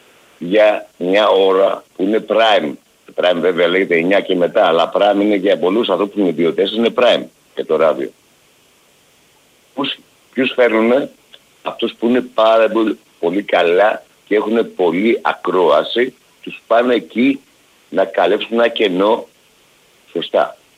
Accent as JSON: {"language": "Greek", "town": "Aigio", "region": "Western Greece", "country": "Greece", "said": "Με θυμάσαι ποιος είμαι εγώ από το Αίγιο, έτσι?"}